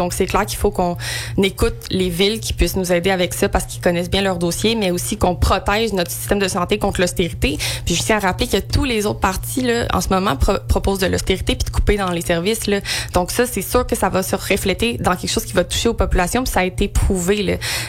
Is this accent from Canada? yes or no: yes; Quebec, Canada; now in Estrie, Canada; Ben, je pense que je suis une personne un peu de plusieurs endroits. Là, moi, j'ai grandi en Montérégie, mais j'ai transféré en Estrie.